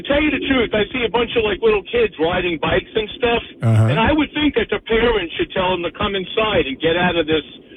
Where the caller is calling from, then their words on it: Matawan, New Jersey, United States; I'm in Mattawan.